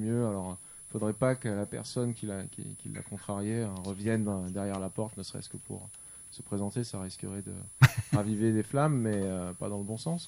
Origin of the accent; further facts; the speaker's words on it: France; quand on est sur un exercice de style en tant que français à chanter en anglais